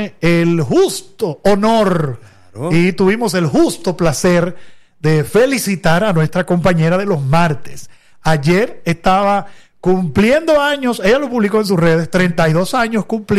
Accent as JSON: {"language": "Spanish", "town": "Santiago de los Caballeros", "region": "Santiago", "country": "Dominican Republic", "tie": "born or raised there", "said": "yo que soy de Santiago, nacido y criado en Santiago"}